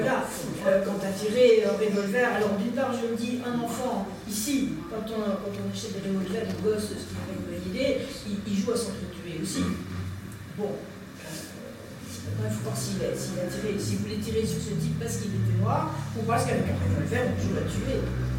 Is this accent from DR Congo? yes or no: yes; Katanga, DR Congo; À la même époque, moi j'ai vécu, j'ai passé toute mon enfance à l'Est, au Katanga